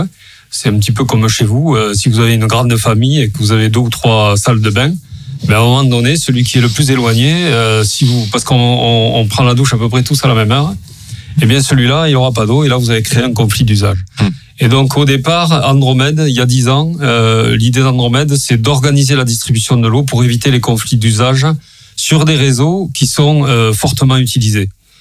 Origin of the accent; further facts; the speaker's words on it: Occitanie, France; L'eau chez nous en Languedoc, c'est quelque chose qui devient primordial sur la plupart des cultures pour pouvoir être compétitif.